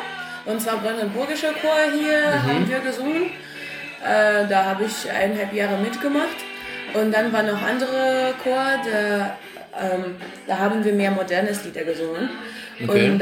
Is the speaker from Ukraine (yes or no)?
yes; Kharkiv, Kharkiv Oblast, Ukraine; German is a second language; moved away as an adult; now in Germany; Also, meine Heimatland ist Ukraine. Ich komme aus Stadt, der heißt Kharkiv. Mhm. Und ich bin seit Kriegsanfang nach Deutschland umgezogen. Und in April jetzt war 4 Jahre, als ich schon in Deutschland wohne.